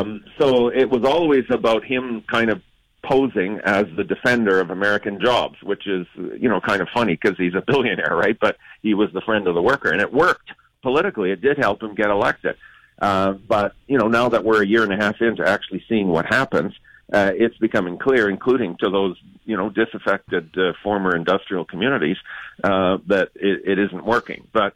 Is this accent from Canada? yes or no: yes; Canada